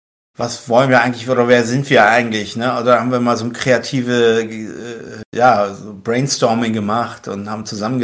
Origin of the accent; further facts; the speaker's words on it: Northern Germany, Germany; Wir leben an der Küste, wir sind Norddeutsche.